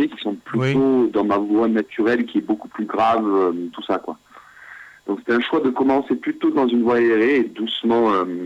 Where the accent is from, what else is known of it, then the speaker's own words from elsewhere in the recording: Glasgow, Scotland, United Kingdom; On a un point commun parce que je suis de Glasgow et je suis supporter de Glasgow Celtic.